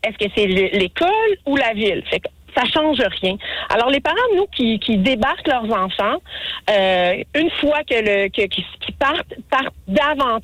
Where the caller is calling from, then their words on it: Repentigny, Quebec, Canada; Fait que moi, j'habite à Repentigny.